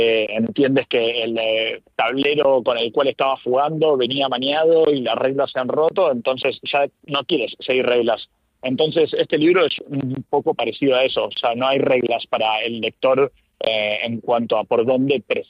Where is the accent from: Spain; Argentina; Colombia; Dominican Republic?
Argentina; Yo soy argentino